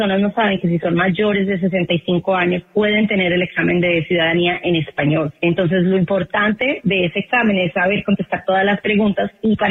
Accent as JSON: {"language": "Spanish", "country": "Colombia", "lives_now": "United States", "said": "te lo digo por experiencia, soy colombiana, los colombianos seguimos siendo ciudadanos colombianos, así nos hagamos ciudadanos estadounidenses."}